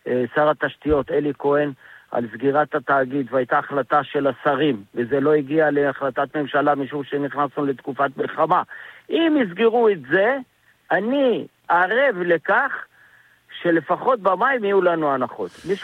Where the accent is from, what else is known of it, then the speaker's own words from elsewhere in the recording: Iran; זה מילה שלנו, של הפרטים, אני איראני.